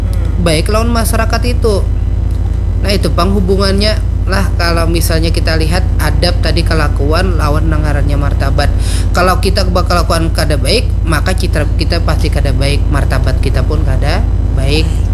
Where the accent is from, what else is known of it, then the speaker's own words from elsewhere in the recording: South Kalimantan, Indonesia; Makanya kita itu orang Banjar itu kada denang mengenal denda tuh rasanya kada denda macam-macam.